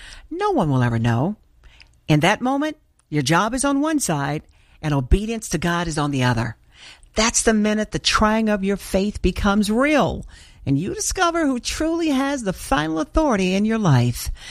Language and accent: English; Arkansas, United States; I remember singing that song growing up in Arkansas.